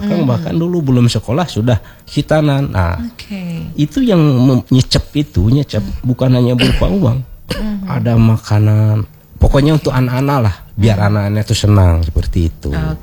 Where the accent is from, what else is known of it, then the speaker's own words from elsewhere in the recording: West Java, Indonesia; Kalau kami orang Sunda enggak.